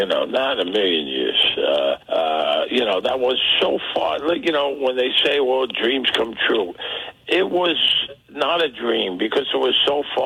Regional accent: New York City, New York, United States; born or raised there; moved away as an adult; also born or lived in Las Vegas

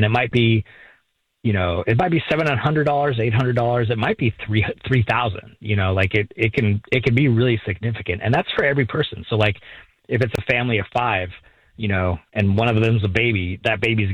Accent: Alaska, United States; born there; I was born in Alaska, and I went to school, like a college up in Fairbanks, Alaska.

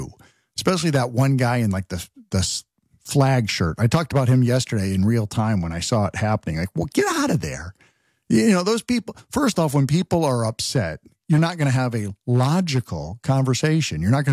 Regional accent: East Hartford, Connecticut, United States; I grew up in Connecticut, and we had, I grew up in a, not a little town, but a suburb of Hartford called East Hartford, ironically. And it's a, you know, lower middle class type of hardworking blue collar town

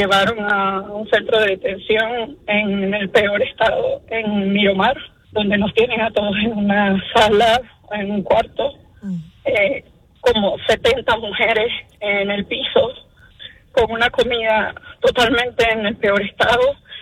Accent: Venezuela; now in United States; Actualmente yo tengo asilo pendiente, soy de Ven

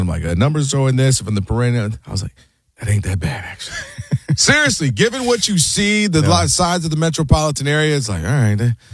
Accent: Midwest, United States; I'm from Midwest.

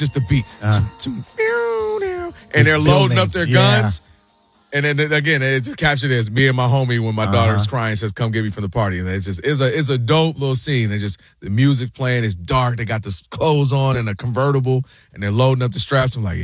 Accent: Ann Arbor, Michigan, United States; So growing up, and I grew up in Ann Arbor, Michigan

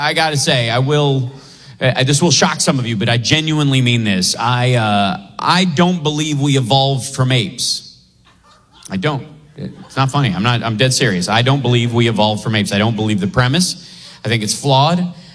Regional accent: Kentucky, United States; I grew up in Kentucky

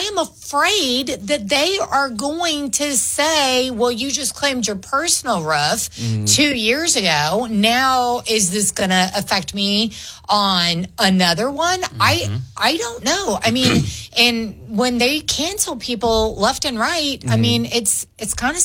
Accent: Oklahoma, United States; we're from Oklahoma.

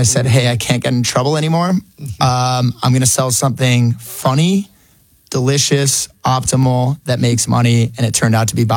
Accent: New Jersey, United States; So I grew up in the Kingdom of New Jersey as a Nets fan.

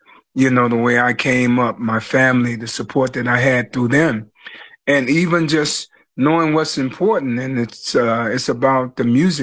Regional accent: Jacksonville, Florida, United States; Jacksonville, Florida.

